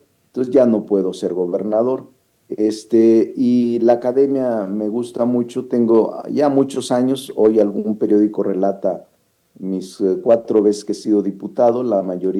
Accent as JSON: {"language": "Spanish", "town": "Fresnillo", "region": "Zacatecas", "country": "Mexico", "tie": "born or raised there", "said": "no incluye los 3 años de regidor de mi pueblo, Fresnillo, Zacatecas."}